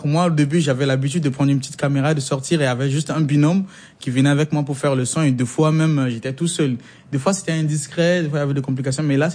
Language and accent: French; Central African Republic; C'est en Centrafrique que j'ai grandi, c'est en Centrafrique que j'ai mes amis, c'est là que j'ai fait mes études.